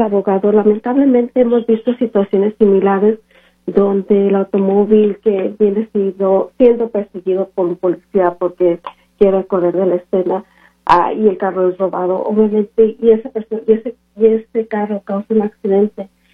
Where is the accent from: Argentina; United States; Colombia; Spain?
United States; born there; Ah, yo nací de aquí, pero mis papás son mexicanos.